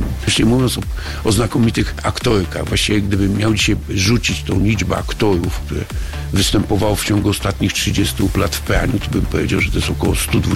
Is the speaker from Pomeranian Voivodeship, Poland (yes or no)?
yes; Sopot, Pomeranian Voivodeship, Poland; Ponieważ jestem z Sopotu, to bardzo chciałem, żeby tu istniała scena. Z tęsknoty za operą leśną w Sopocie.